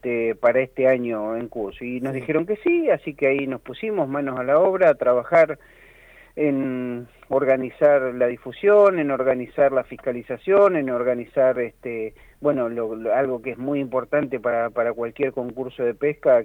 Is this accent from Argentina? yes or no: yes; San Clemente del Tuyú, Buenos Aires Province, Argentina; hacer algo como sanclementinos